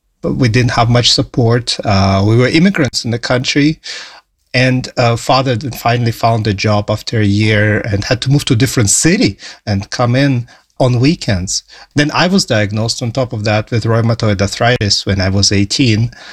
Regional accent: Ukraine; moved away; You know, it's been 5 years since we moved from Ukraine.

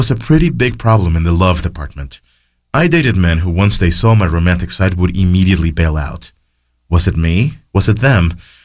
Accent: Xalapa, Veracruz, Mexico; But instead of Italy, I grew up in Mexico, in a small artsy town called Jalapa, a quaint and charming place in the mountains close to the Gulf of Mexico.

